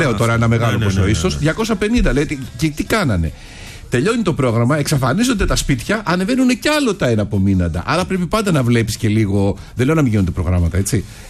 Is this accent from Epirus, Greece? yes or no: no; Perissos, Attica, Greece; Εγώ ξέρω πολυκατοικία στην περιοχή που μεγάλωσα στον Περισσό.